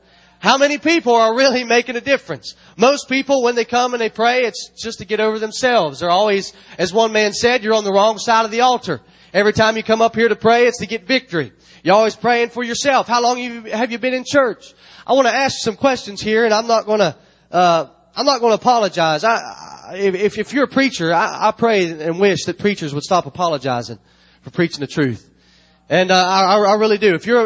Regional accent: United States; I thank God that I'm American.

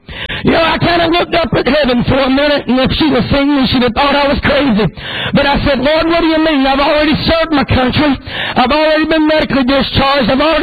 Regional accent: United States; I am American and I know the history of our great country.

